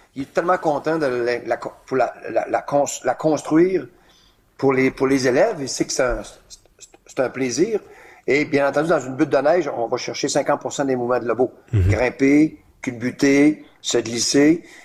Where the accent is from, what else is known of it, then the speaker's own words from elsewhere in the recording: L'Anse-Saint-Jean, Quebec, Canada; quand j'étais jeune, à Anse-Saint-Jean